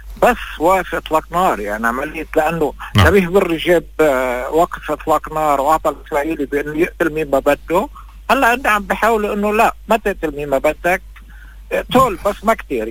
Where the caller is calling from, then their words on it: Lebanon; عندنا بلبنان